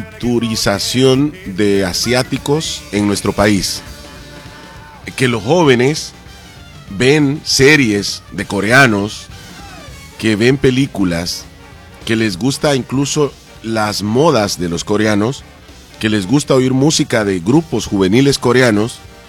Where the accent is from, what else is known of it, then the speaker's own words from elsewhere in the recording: El Salvador; somos del Salvador.